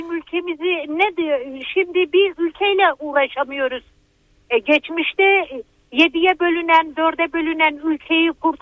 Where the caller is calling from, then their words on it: İzmir, Turkey; İzmir'den arıyorum ben.